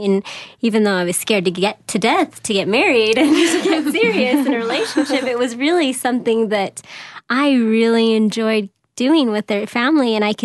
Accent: Los Angeles, California, United States; also born or lived in Durango, Mexico; Well, I was actually born in Durango, Mexico. Hmm. And I grew up in Los Angeles area, and my mom's side of the family is all Mexican, and so I just grew up speaking Spanish with them

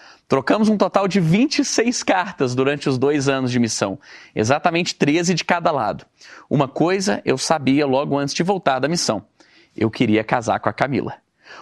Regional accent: Belo Horizonte, Minas Gerais, Brazil; Eu cresci em Belo Horizonte, onde frequentei o Colégio Militar. Era a melhor educação que meus pais podiam me oferecer e estudei lá por 7 anos.

